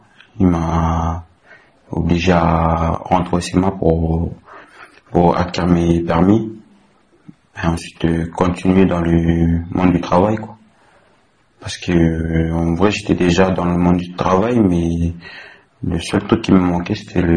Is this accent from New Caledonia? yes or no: yes; Lifou, Loyalty Islands Province, New Caledonia; j'ai 20 ans, je suis originaire de Lifou.